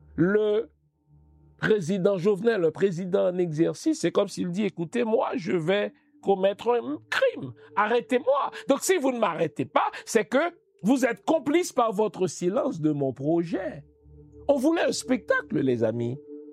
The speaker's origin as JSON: {"language": "French", "country": "Canada", "said": "exemple moi, en tant que Canadien, je participe à une opération de déstabilisation d'un pays étranger."}